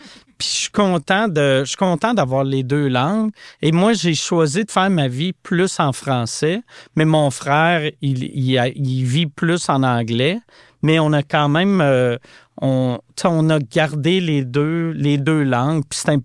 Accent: Quebec City, Quebec, Canada; moi j'ai grandi à Québec, mes pères anglophones, mère francophone.

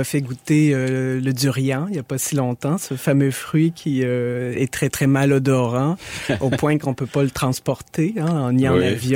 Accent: Montreal, Quebec, Canada; born there; Je suis né à Montréal. J'y ai travaillé, j'y vis. Je trouve que c'est une ville tout à fait hétéroclite

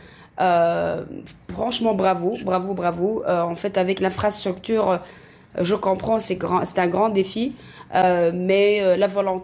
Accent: Tunisia; je suis tunisienne

